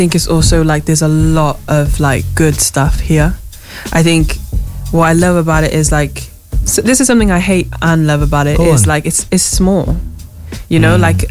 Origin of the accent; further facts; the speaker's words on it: Wales, United Kingdom; I'm from Wales, I'm not British